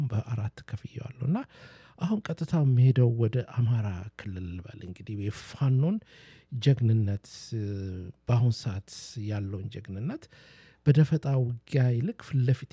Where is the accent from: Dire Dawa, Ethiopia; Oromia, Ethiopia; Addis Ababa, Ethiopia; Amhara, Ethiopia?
Dire Dawa, Ethiopia; አዎ በእርግጥም አማራ ነኝ፣ ግን ንጹህ ኢትዮጵያዊ ነኝ። አማራ ሰውን ደግሞ ድሬዳዋ ተወልጄ አደኩኝ።